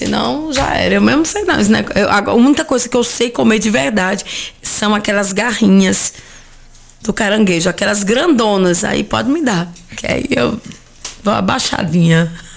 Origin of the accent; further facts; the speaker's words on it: Northeast Region, Brazil; Eu sou nordestina, assim, com muito amor